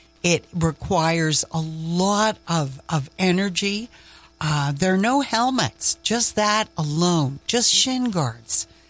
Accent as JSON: {"language": "English", "region": "the Maritimes", "country": "Canada", "tie": "born or raised there", "said": "the Maritimes, my hometown."}